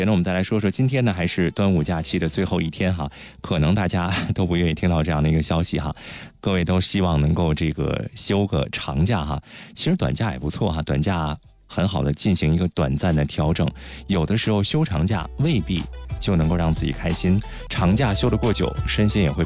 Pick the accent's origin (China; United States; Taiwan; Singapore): China; Tianjin; 咱们天津人